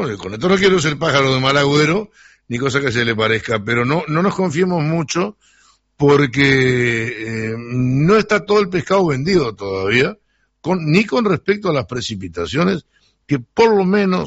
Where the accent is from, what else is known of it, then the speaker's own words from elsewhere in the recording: Sarandí, Uruguay; born there; Hay una historia que se llama Me dijiste que tenías cohetes, que tiene que ver con mi pueblo.